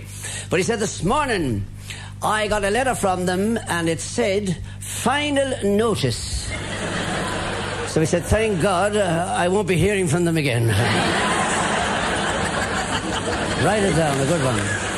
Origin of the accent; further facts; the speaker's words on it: Ireland; I come to you from the Emerald Isle, the Island of Smiles. We're here tonight to celebrate the beauty that lies in our heritage of Irish humour.